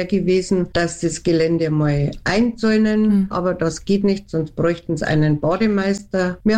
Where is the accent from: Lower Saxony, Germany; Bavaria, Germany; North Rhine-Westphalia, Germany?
Bavaria, Germany; Landshut; Und meine Stadt zwingt mich jetzt eigentlich nach 42 Jahren meine Heimat aufzugeben, dass ich woanders hinziehe